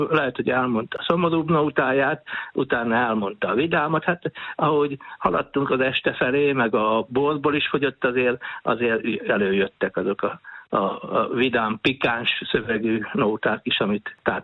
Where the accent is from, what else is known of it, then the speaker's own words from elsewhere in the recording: Hungary; born there; Túl kevén születtem, és itt kezdődött.